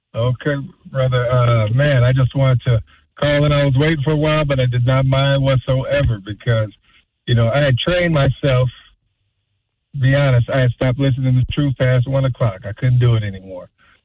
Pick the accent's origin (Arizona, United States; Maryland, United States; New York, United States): Arizona, United States; You know, I'm also from Arizona.